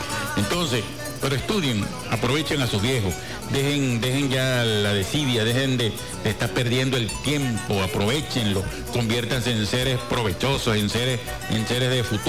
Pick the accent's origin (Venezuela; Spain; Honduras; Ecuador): Venezuela; Guasdualito, Apure; born there; mi pueblo de Guadualito